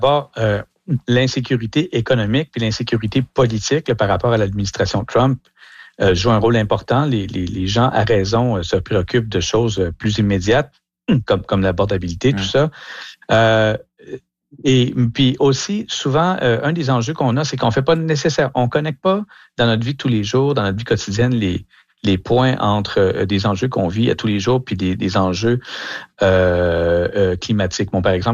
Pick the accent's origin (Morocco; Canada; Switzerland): Canada; mais aussi chez nous au Canada, hein, parce que le récit qu'on se fait de la question du climat maintenant au pays